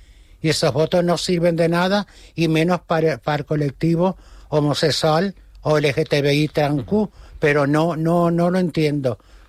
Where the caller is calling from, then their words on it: Canary Islands, Spain; que somos canarios y luego españoles.